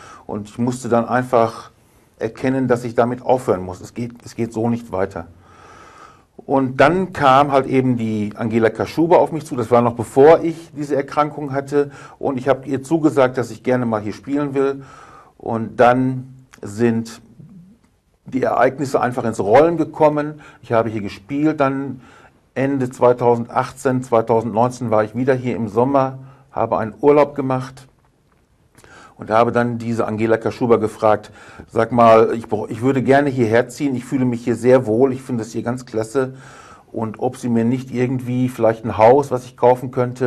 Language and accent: German; Beleke, North Rhine-Westphalia, Germany; Ja, ich komme ursprünglich aus Beleke im Sauerland. Das liegt in der Nähe von Warstein.